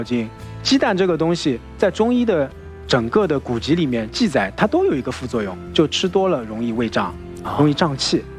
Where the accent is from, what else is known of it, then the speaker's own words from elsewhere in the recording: China; 我们中国人